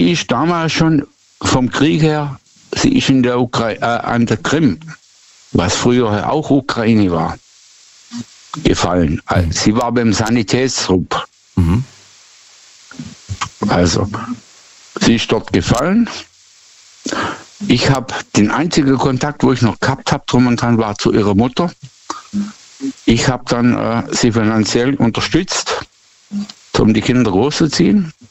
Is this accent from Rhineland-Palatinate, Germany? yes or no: no; Baden-Württemberg, Germany; Nee, ich komme nicht aus dem Schwarzwald.